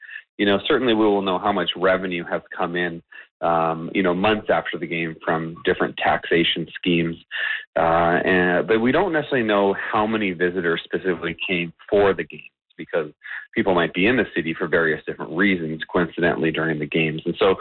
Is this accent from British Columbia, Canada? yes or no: yes; British Columbia, Canada